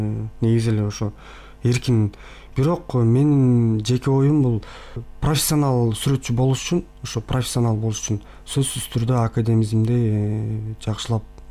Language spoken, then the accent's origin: Kyrgyz; Bakamai, Issyk-Kul Region, Kyrgyzstan; өзүм ошо Ысык Көлдөн болом, ошо көлдө Бакамай айылында ушул жерде мектепте окуп